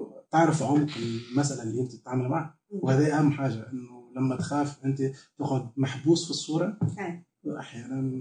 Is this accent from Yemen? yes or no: no; Sousse, Sousse Governorate, Tunisia; بيتي من سوسه، مولود في سوسه، دونك بيتي بيئه بتونسيه عاديه جدا